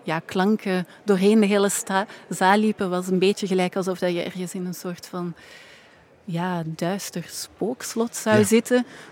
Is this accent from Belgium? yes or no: yes; Antwerp, Flanders, Belgium; Ik kom natuurlijk uit Antwerpen